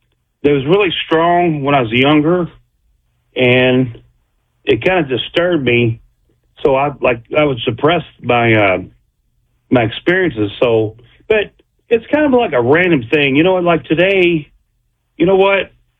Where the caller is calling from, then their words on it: Louisville, Kentucky, United States; Yes, sir. I'm from Louisville, Kentucky.